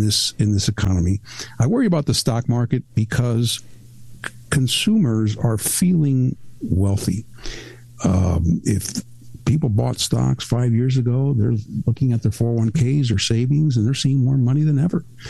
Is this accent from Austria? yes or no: no; Mexico; born or raised there; also born or lived in Cuba; now in United States